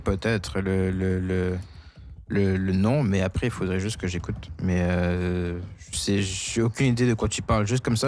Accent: Quebec, Canada; born there; moved away; also born or lived in New Brunswick; En fait, c'est qu'au Québec, il y avait le bus qui passait, et puis moi, j'habitais. J'habitais même pas sur loin de l'école.

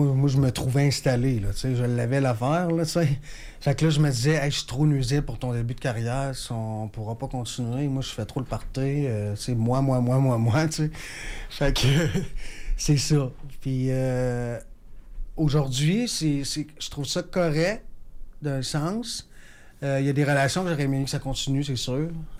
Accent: Quebec City, Quebec, Canada; je disais que j'étais de Québec.

